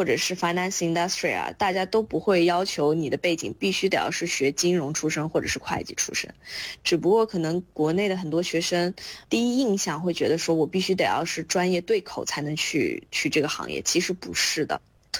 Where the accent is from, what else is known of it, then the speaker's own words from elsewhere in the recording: Shanghai, China; 我是上海人